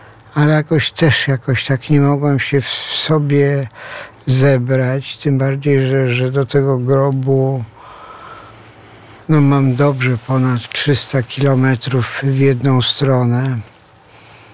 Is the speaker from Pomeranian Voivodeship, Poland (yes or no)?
no; Chorzów, Silesian Voivodeship, Poland; ja też się wychowałem w Chorzowie